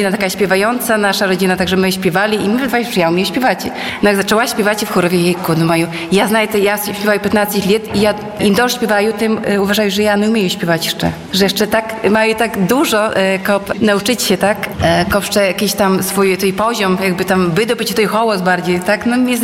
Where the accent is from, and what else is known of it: Łosinka, Podlaskie Voivodeship, Poland; born or raised there; now in Hajnówka, Poland